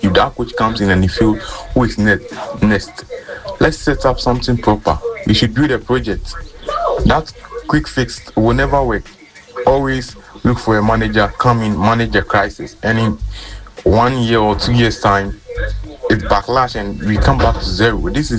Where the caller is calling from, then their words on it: Ghana; from Kufuridia.